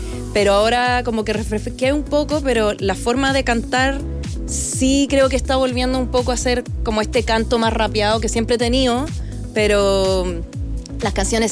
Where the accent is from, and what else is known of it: Chile; born there; first language English; Spanish is a second language; also born or lived in London